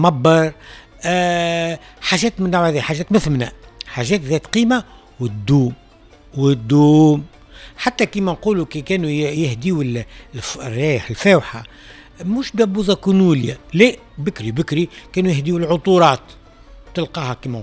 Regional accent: Tunisia

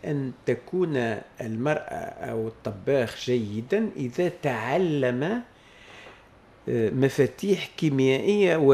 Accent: Tunisia; نحن عندنا في تونس

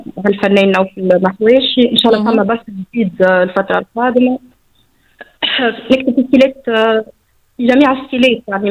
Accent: Kef Governorate, Tunisia; اني اسيلة ميلاد الكيف

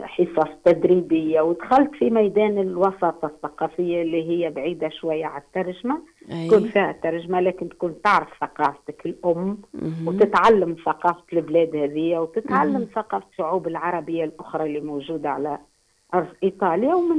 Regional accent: Takelsa, Nabeul Governorate, Tunisia; moved away as an adult; also born or lived in Grombalia; now in Italy; باك آداب في تونس، يعني في ليسي جرومباليا يعني ولاية نابل. أنا ريفية الأصل، يعني مولودة في تكلسة ولاية نابل، من جذور بابا كان من ولاية المهدية

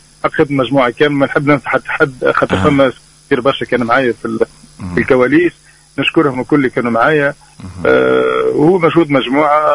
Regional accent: Tunisia; وحبيت ان نبين لبستنا والشاشية التونسية بتاعنا

